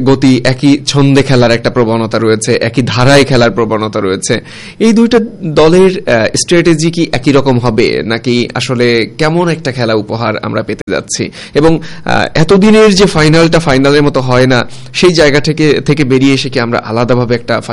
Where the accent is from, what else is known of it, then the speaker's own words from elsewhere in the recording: Bangladesh; আমরা বাঙালি, বাংলাদেশ আমাদের প্রিয় মাতৃভূমি